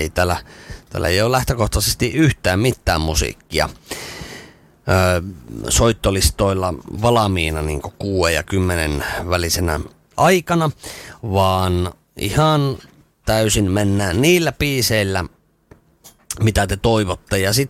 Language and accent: Finnish; Kempele, North Ostrobothnia, Finland; Minähän olen itse Kempeleestä kotoisin ja Kempeleessä asun